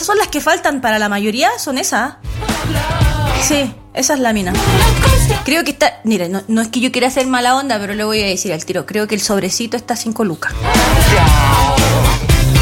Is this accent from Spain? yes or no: no; Chile; Ay, que nosotros como chilenos chismosos.